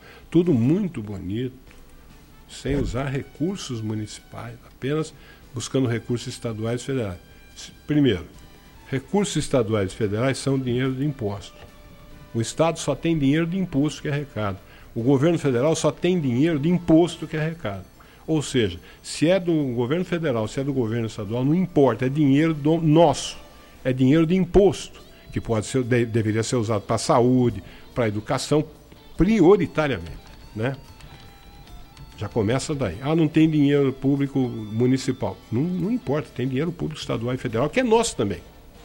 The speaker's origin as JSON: {"language": "Portuguese", "region": "São Paulo", "country": "Brazil", "said": "Porque nós somos aqui do interior do estado de São Paulo, e eu me incluo, porque eu sou um cidadão do interior do estado de São Paulo, nós somos caipiras, nós não somos sertanejos."}